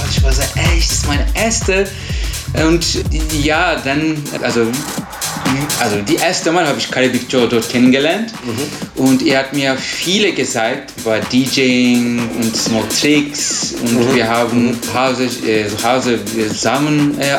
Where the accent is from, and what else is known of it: Turkey; German is a second language; now in Germany